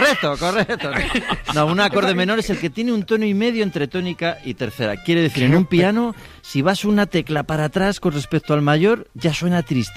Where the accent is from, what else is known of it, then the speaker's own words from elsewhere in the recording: Medina de Pomar, Castile and León, Spain; pues en mi pueblo, sí, Nieves, sí. En Medina de Pomar.